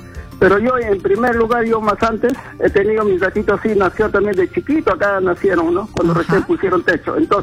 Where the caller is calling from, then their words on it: Chimbote, Ancash, Peru; Lo llamo de Chimbote.